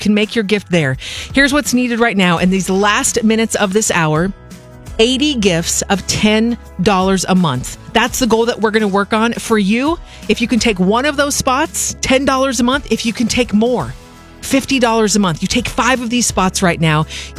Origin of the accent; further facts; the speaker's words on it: Clackamas, Oregon, United States; I'm getting in the game. Eugenia just did that for my hometown of Clackamas, Oregon.